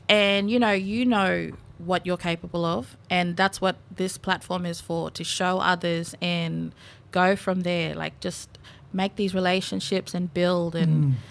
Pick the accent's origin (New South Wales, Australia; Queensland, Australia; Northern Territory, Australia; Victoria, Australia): Queensland, Australia; Mareeba; I'm from Mareeba.